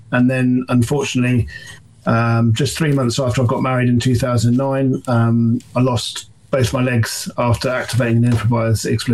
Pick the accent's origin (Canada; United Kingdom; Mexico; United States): United Kingdom; Winchester, South East England; So I suppose I was born and bred in Winchester.